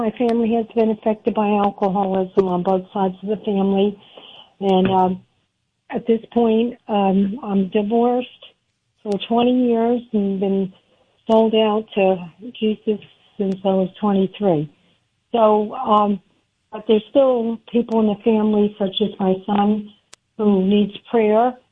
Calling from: New Jersey, United States; I'm calling from New Jersey.

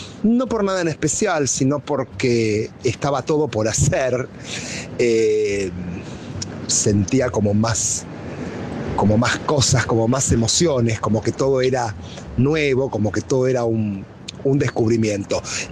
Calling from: Buenos Aires, Argentina; de Palermo.

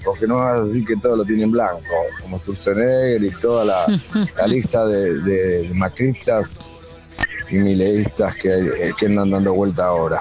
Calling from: Avellaneda, Buenos Aires Province, Argentina; de Avellaneda.

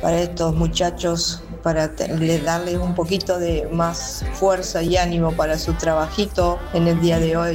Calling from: Minas, Lavalleja, Uruguay

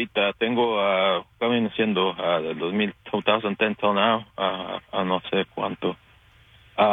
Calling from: Yuba City, California, United States; del área de Yuba City.

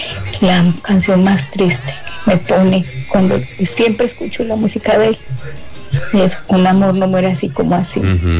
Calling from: Cartago, Valle del Cauca, Colombia; … de Cartago

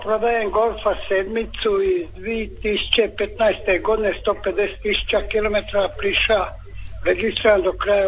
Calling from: Croatia; ja sam sa Velebita.

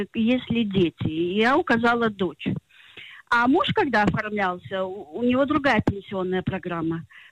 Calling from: Haifa, Haifa District, Israel; из Хайфы.

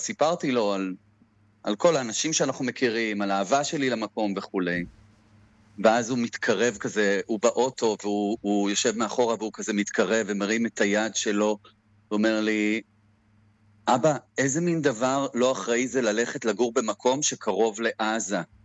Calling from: Holit, Southern District, Israel; אני מקיבוץ חולית, כן, ב-25 שנים האחרונות

